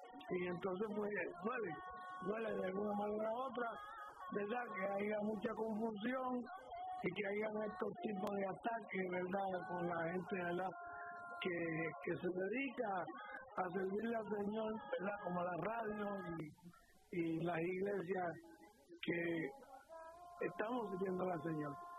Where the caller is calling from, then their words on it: Puerto Rico; como nosotros puertorriqueños decimos